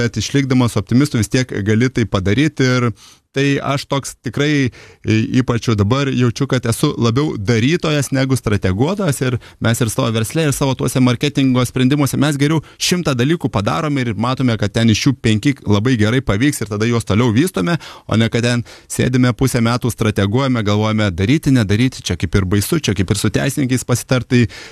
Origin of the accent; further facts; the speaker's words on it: Alytus, Alytus County, Lithuania; now in Vilnius, Lithuania; iš Vilniaus į savo gimtąją Alytų nuėjęs su broliu per keletą dienų.